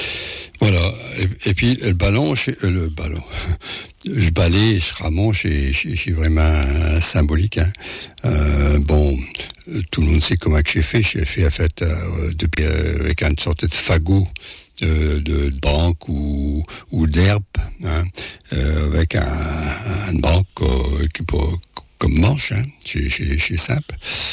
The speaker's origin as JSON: {"language": "French", "town": "Paris", "region": "Île-de-France", "country": "France"}